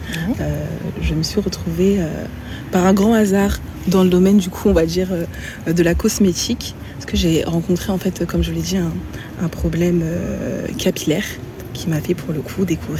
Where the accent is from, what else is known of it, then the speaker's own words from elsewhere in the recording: Mali; moved away; dans mon pays d'origine, hein, le Mali.